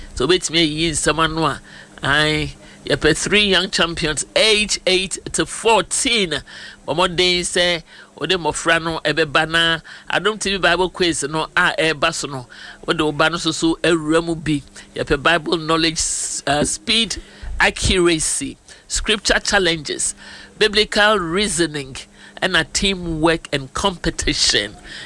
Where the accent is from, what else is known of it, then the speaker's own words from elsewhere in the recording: Toronto, Ontario, Canada; from Canada, Toronto.